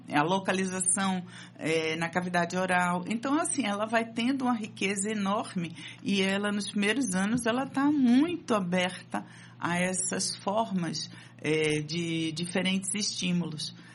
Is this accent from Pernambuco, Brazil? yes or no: yes; Pernambuco, Brazil; moved away as an adult; also born or lived in Rio de Janeiro / São Paulo; eu sou pernambucana, morei muitos anos no Rio de Janeiro, já adulta, e assim, morei por mais de 17 anos no Rio, e eu percebo que ainda trago alguns traços do falar carioca.